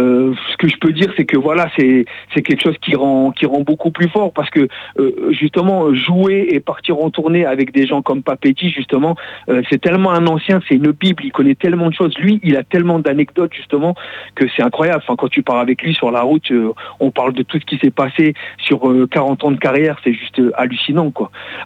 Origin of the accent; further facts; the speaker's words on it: Lille, Hauts-de-France, France; je viens de Lille moi à la base, hein, je suis ch'timi, donc on a beaucoup beaucoup tourné avec ce groupe-là.